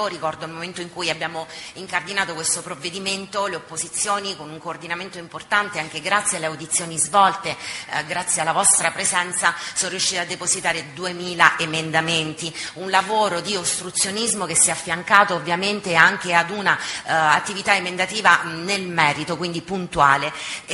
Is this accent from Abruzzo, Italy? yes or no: yes; Abruzzo, Italy; io sono abruzzese